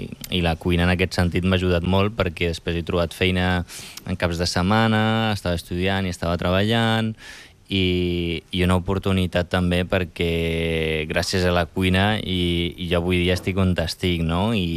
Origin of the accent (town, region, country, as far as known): Rif, Morocco; Catalan is a second language; now in Catalonia, Spain